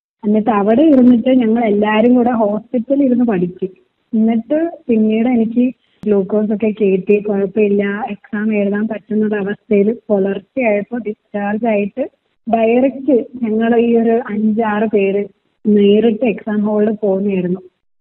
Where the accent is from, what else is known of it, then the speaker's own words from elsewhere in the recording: Kozhikode, Kerala, India; എന്റെ നാട് കോഴിക്കോടാണെങ്കിൽ കൂടെ അവിടെയാണെങ്കിലും ഭയങ്കര ചൂടും കാര്യങ്ങളൊക്കെയാണ്.